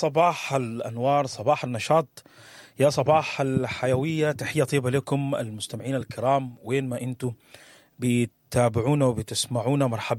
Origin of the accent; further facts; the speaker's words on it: Sudan; بلدنا السودان